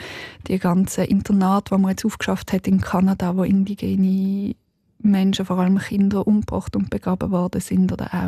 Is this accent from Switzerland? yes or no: yes; Switzerland; Das gibt es auch bei uns in der Schweiz im Kleinen.